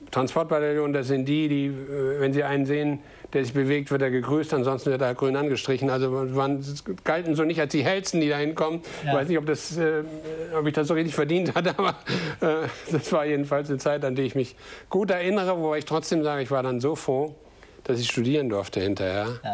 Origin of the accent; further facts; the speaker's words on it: Rhineland-Palatinate, Germany; Bin als kleiner Junge auf den Betzenberg gegangen, nach Kaiserslautern. Das war da ja